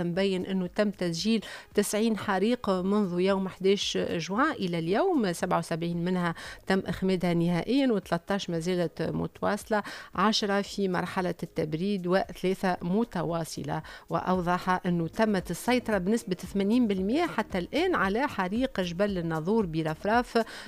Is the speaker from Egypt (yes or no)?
no; Tunisia; بلادنا تونس